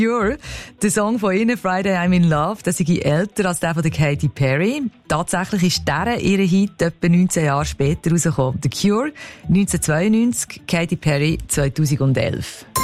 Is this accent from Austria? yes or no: no; Switzerland; Bei uns in der Schweiz oder in Schottland?